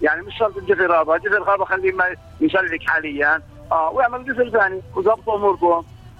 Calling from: Palestine

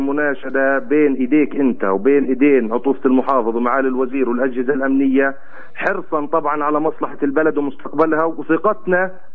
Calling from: Al-Minya, Palestine; عندنا في المنيا،

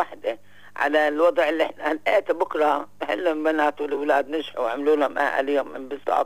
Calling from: Palestine; إن إحنا فلسطينيين متفوقين

